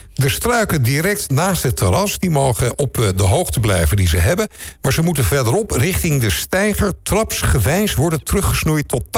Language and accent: Dutch; Amsterdam, North Holland, Netherlands; moved away; Ik kom uit Amsterdam, hè